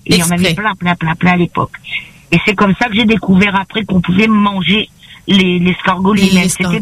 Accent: Réunion; born there; Moi, je suis née dans les Hauts

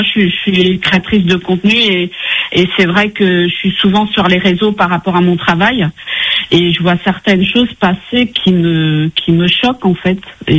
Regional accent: Paris, Île-de-France, France; moved away as an adult; also born or lived in Mauritius; now in Réunion, France; C'est-à-dire que moi, je suis née à l'île Maurice et j'ai grandi à Paris et je suis venue à La Réunion il y a une vingtaine d'années.

